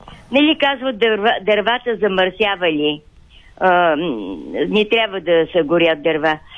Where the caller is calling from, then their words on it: Silistra, Silistra Province, Bulgaria; на слушателка съм от Силистра.